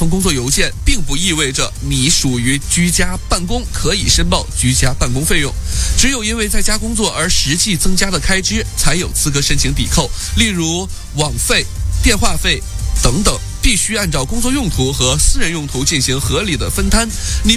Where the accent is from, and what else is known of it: Australia